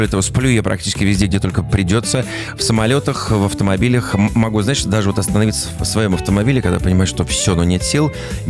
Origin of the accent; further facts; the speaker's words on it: Novosibirsk, Novosibirsk Oblast, Russia; Я действительно из Новосибирска. Именно из Новосибирска. Да. И я всегда с гордостью говорю вообще в любой точке земного шара, что я родился в Сибири, что я сибиряк.